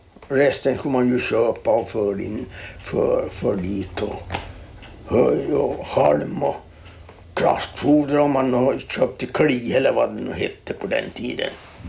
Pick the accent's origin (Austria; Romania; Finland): Finland; Skobholm, Åland; born there; Ja, jag är född på Skobholm.